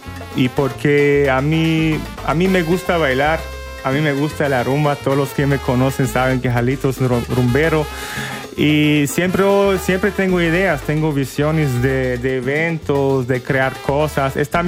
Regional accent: Frankfurt, Hesse, Germany; te tengo que contar un poquito que yo soy de acá, de Frankfurt. Yo nací y crecí acá, soy un verdadero frankfurtar. Soy hijo de refugiados kurdos del Medio Oriente.

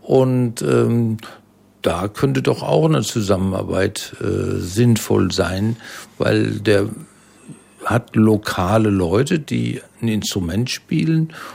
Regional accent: Frankfurt, Hesse, Germany; Wir müssen nur als Frankfurter dafür sorgen, dass die Grünflächen erhalten bleiben

